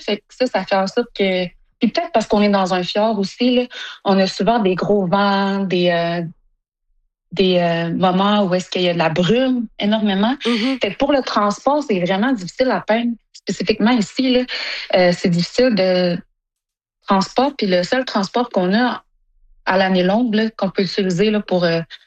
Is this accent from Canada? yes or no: yes; Sept-Îles, Quebec, Canada; moved away as an adult; now in Iqaluit, Canada; Ben, moi, j'ai grandi à Sept-Îles parce que j'étais avec mon père. Puis ma mère, elle vient de Iqaluit. Puis j'ai déménagé là quand j'avais 19 ans.